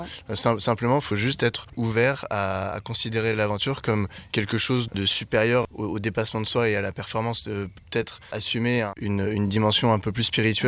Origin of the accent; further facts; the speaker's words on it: Hauts-de-France, France; Oui, moi je suis de l'Oise en effet.